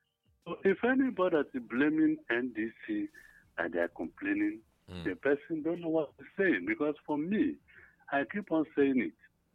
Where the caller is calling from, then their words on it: Enugu, Enugu State, Nigeria; I'm calling from Enugu.